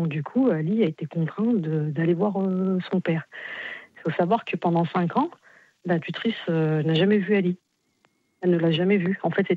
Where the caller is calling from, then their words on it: Viriat, Auvergne-Rhône-Alpes, France; Je vous appelle dans l'Ain, je suis de Viriat